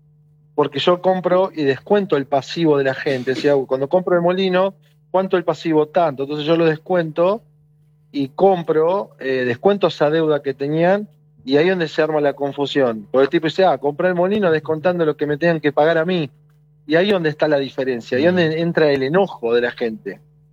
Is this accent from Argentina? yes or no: yes; Irigoyen, Argentina; born or raised there